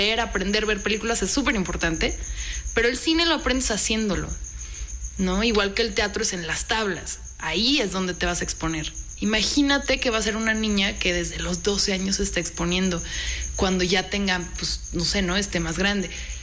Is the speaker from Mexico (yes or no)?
yes; Mexico; also born or lived in Italy / France; yo soy mexicana.